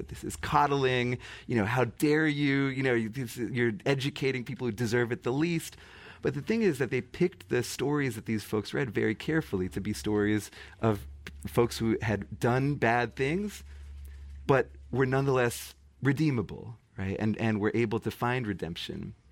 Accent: Massachusetts, United States; So Changing Lives Through Literature was a program started in my home state of Massachusetts.

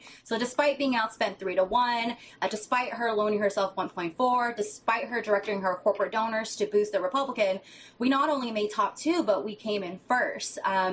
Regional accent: Sacramento, California, United States; I grew up right here, born and raised in South Sacramento.

